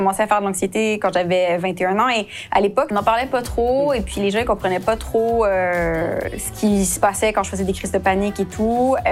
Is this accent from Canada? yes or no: yes; Quebec, Canada; faire des tournées en France, c'est pas quelque chose qui est donné à tout le monde. Surtout quand on vient du Québec.